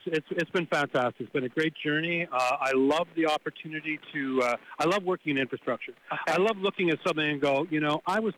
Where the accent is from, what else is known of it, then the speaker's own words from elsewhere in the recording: Ontario, Canada; I'm originally from Northern Ontario. I'm Anishinaabe from Northern Ontario